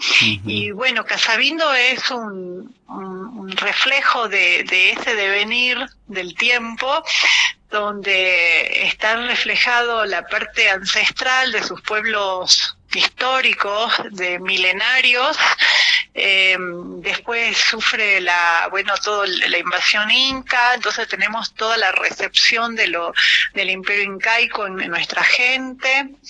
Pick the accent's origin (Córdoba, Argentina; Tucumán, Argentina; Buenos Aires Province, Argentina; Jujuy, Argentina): Jujuy, Argentina; soy jujeña, hasta el tuétano siempre digo, vivo acá en San Salvador, enamorada de mi provincia